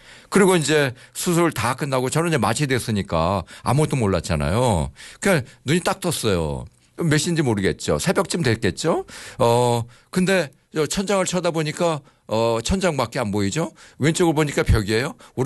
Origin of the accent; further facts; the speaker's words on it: Yongin, Gyeonggi Province, South Korea; 저는 이제 경기도 용인구 내사면 양지리 437번지라는 아주 시골 마을에서 태어났어요. 대학교 가는 것이 그 마을에서 저밖에 없었어요.